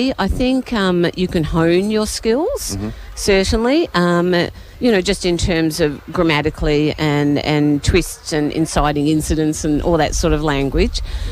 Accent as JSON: {"language": "English", "town": "Montrose", "region": "Victoria", "country": "Australia", "tie": "born or raised there", "also_born_or_lived": "Croydon, Victoria", "lives_now": "Friendship Gully, Australia", "said": "I grew up in Montrose, and I spent a lot of my teenage years in Croydon."}